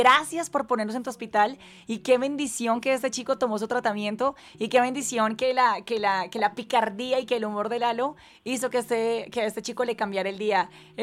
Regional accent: Colombia; yo soy de Colombia

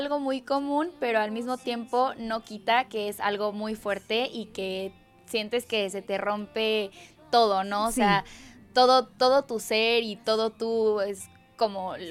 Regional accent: Mexico; soy una cantante mexicana

